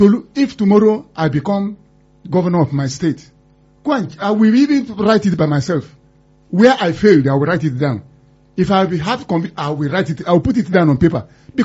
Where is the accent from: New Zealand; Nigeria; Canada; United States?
Nigeria